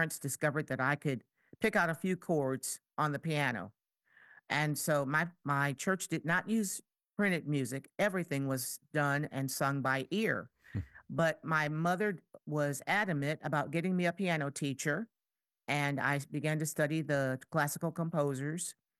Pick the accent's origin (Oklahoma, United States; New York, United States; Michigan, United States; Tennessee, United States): Michigan, United States; Jackson; Well, I'm in the bottom part of your palm. Okay. Yes, and I grew up there in Jackson.